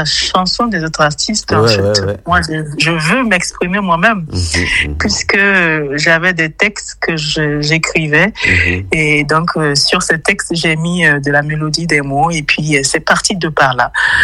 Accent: Burkina Faso; now in Berlin, Germany; je suis originaire du Burkina Faso et réside en Allemagne, plus précisément à Berlin.

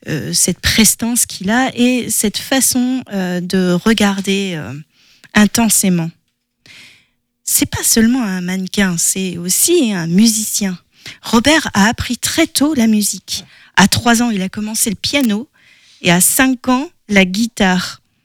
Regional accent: France; accent: French

